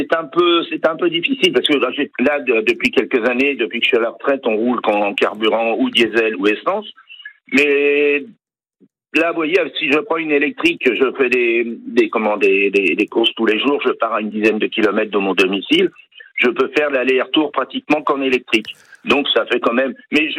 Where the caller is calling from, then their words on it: Brittany, France; Là, j'habite à Saint-Gilda.